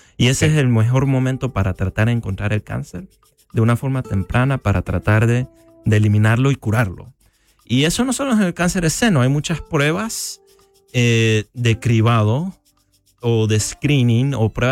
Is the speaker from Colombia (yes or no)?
no; Panama; moved away as an adult; also born or lived in Spain; Yo soy panameño, yo crecí en Panamá